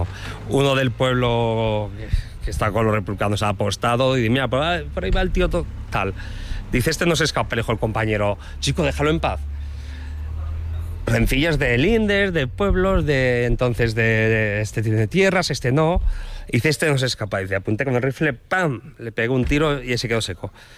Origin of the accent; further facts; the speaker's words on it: Belchite, Aragon, Spain; soy de aquí de Belchite. me he encontrado gratamente con Manolo, de casualidad, y aquí estoy. Yo soy de aquí, natural de Belchite.